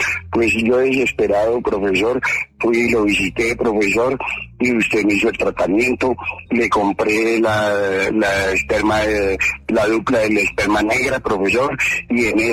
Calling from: Muzo, Boyacá, Colombia; De aquí, de Muso, Boyacá

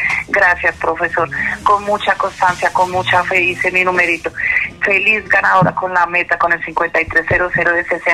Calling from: Puerto Boyacá, Boyacá, Colombia; Puerto Boyacá

